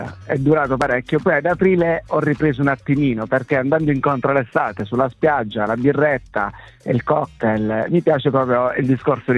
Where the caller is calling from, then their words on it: Martina Franca, Apulia, Italy; Io sono di Martina Franca.